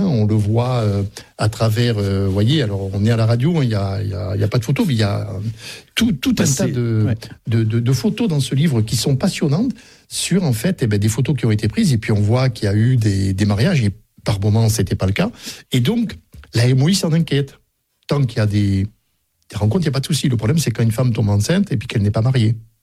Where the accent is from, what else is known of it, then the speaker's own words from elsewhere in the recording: Bergerac, Nouvelle-Aquitaine, France; quand j'étais gamin à l'école à Bergerac